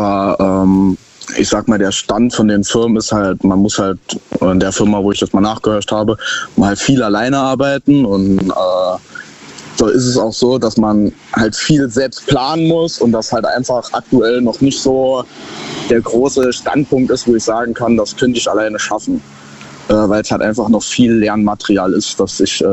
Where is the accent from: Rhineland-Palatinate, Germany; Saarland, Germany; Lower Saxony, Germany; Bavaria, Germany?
Saarland, Germany; Saarbrücken; Ich komme aus Saarbrücken.